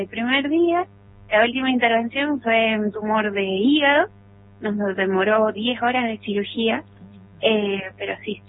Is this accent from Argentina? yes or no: yes; San José de Jáchal, San Juan, Argentina; moved away; yo soy de Hachal.